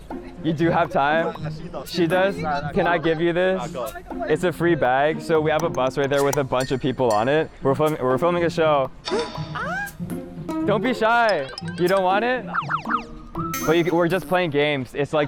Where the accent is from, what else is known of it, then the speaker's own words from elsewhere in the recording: China; We're from China.